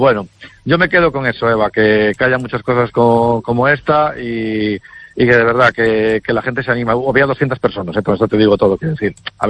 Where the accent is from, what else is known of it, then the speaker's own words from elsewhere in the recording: Galicia, Spain; nos explicó Galicia en 7 objetos, y yo salí de esa conferencia pensando, joder, qué bonita es mi tierra, cuántas cosas tenemos, qué bonita es la historia